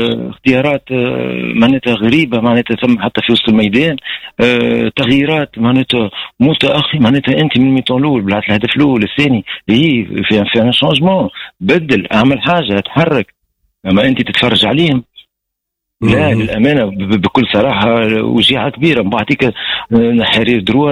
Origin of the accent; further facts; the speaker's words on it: Tunisia; ممكن حتى كتونسي يحس على بلاده، كتونسي يحس على درابو